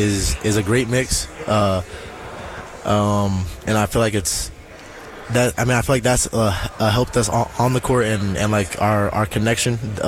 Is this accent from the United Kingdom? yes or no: no; United States; born there; now in North Carolina, United States